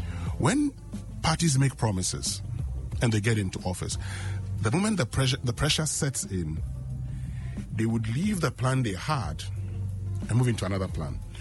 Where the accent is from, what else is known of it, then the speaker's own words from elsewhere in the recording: Mpohor, Western Region, Ghana; I come from Mpoho.